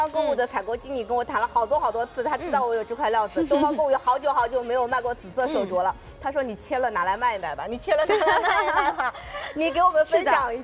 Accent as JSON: {"language": "Chinese", "country": "China", "said": "我们中国人"}